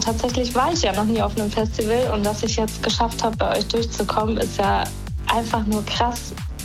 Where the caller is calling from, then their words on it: Dieburg, Hesse, Germany; Komm aus Dieburg.